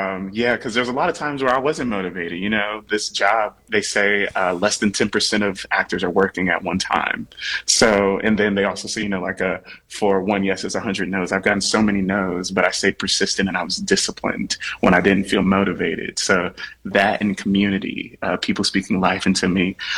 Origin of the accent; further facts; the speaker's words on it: Norfolk, Virginia, United States; moved away as an adult; also born or lived in Cleveland / New York; Yes, I'm from Norfolk, Virginia.